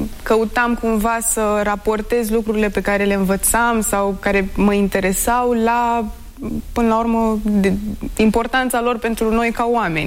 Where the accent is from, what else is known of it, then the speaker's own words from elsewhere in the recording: Bucharest, Romania; also born or lived in Iași; Da, pentru că eu am crescut și în București. Și aici am făcut și liceul la Colegiul Național Sfântul Sava.